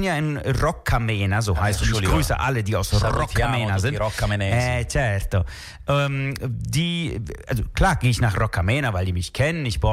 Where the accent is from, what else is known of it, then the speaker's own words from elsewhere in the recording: Düsseldorf, North Rhine-Westphalia, Germany; born there; Ich bin in Gerresheim geboren.